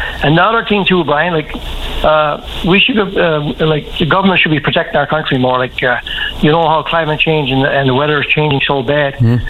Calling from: Newfoundland and Labrador, Canada; I'm phoning you from the West Coast. It's beautiful over here. Sun is shining.

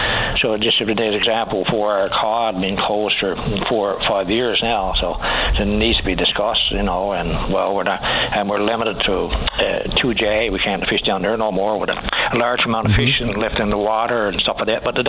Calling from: Newfoundland and Labrador, Canada; Well, I'm calling from the Gulf, northern, western Newfoundland and the Gulf region, northern peninsula.

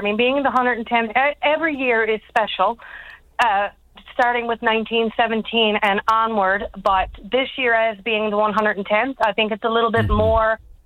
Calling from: Grand Falls-Windsor, Newfoundland and Labrador, Canada; Actually, I'm calling from the Royal Canadian Legion Branch 12 in Grenfell's Windsor.

